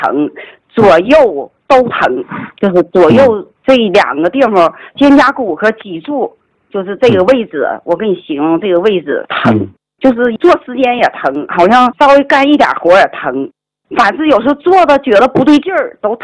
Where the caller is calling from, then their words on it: Shuangyashan, Heilongjiang, China; 我来自黑龙江省双鸭山市。我今年呢59岁。